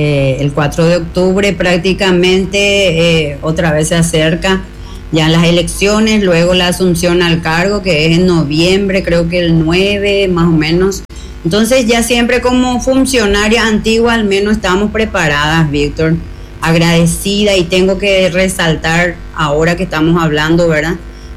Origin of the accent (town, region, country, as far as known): Paraguay